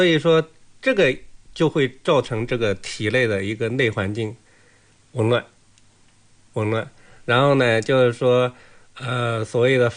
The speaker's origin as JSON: {"language": "Chinese", "country": "China"}